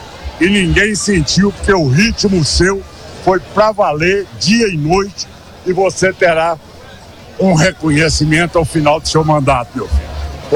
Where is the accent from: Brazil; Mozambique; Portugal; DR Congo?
Brazil; Goiás; Nós hoje batemos no peito em qualquer lugar do Brasil e falam, nós somos goianos.